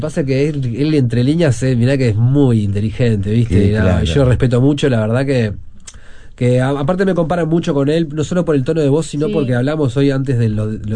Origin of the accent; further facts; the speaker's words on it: Uruguay; soy tan uruguayo que extraño mucho cuando me voy